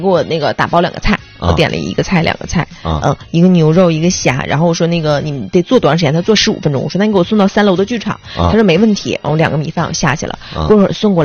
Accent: Changchun, Jilin, China; 我说我是长春人

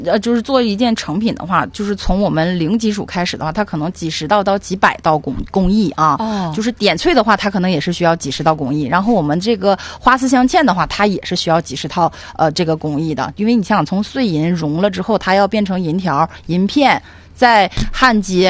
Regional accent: China; 我们中国人

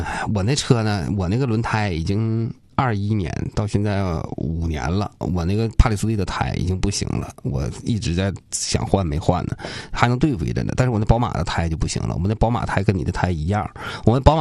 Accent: Changchun, Jilin, China; 我长春人

